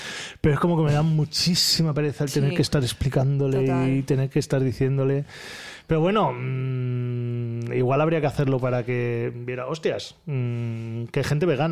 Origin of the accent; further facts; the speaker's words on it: La Rioja, Spain; Porque claro, ve que no soy de aquí, que soy riojano porque no tengo el acento del albaicín.